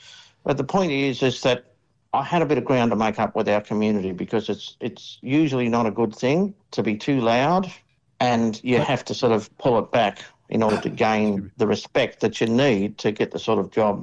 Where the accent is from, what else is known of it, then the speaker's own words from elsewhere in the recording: Kurri Kurri, New South Wales, Australia; born there; I was born in Kurri, that's K-U-R-R-I twice, in the coal fields, as they used to be called. I think they probably still are, in the Hunter Valley of New South Wales.